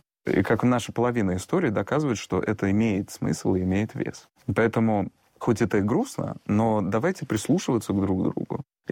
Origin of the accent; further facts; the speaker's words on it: Russia; born there; я родился в РФССР, то есть 90-е годы, я помню это все